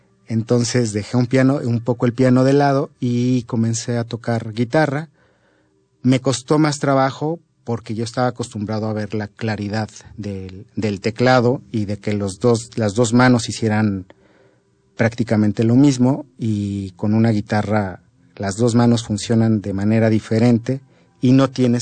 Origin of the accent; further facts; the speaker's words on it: Mexico; soy compositor mexicano